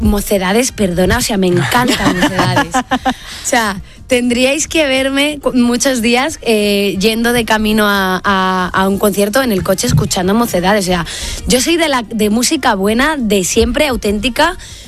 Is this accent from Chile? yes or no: no; Castile and León, Spain; Mi pueblo está en Meganzones.